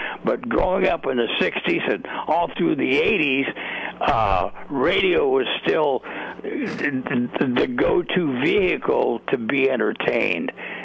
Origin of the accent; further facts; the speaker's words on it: San Luis Obispo, California, United States; I mean, growing up in San Luis Obispo, I was a cruiser from 62 to 64.